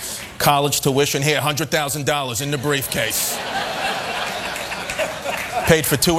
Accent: New York City, New York, United States; I'm from Brooklyn.

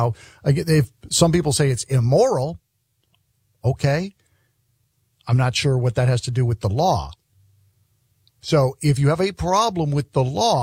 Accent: New England, United States; moved away; I'm originally from New England.

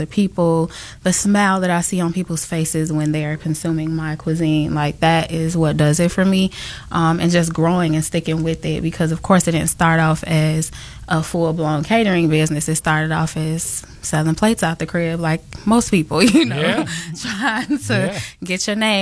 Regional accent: Chicago, Illinois, United States; So I am from Chicago.

